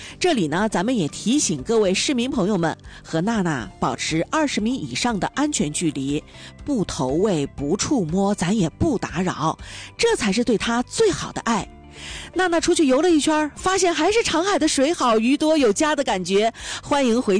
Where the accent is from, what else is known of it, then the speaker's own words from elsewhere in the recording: Dalian, Liaoning, China; 咱家门口的展会，咱们大连人可得捧捧场哦。